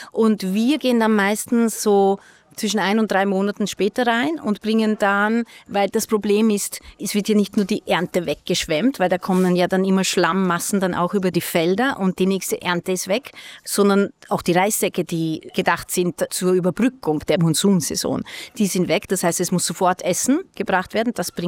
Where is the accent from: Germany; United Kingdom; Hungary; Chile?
Hungary; German is a second language; moved away as an adult; now in Vientiane, Laos; Ich finde, es ist meinem Heimatland Ungarn sehr ähnlich, weil es ist, die Leute verbringen gerne Zeit gemeinsam um ein Bier herum oder etwas Stärkeres herum.